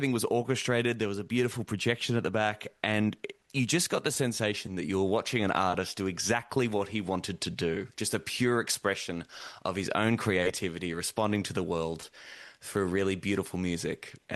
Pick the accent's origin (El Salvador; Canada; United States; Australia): Australia; Warrnambool, Victoria; my hometown of Warrnambool in country Victoria